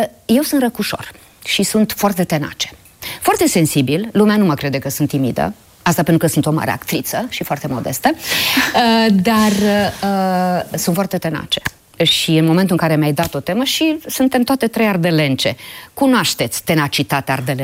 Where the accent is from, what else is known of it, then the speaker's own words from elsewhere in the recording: Transylvania, Romania; preceptul consacrat la noi acasă în Ardeal: fă rai din ce ai.